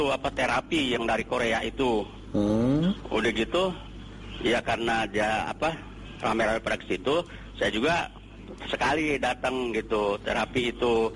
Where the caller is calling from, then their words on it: Jakarta, Indonesia; Saya dari Jakarta, hamba Allah.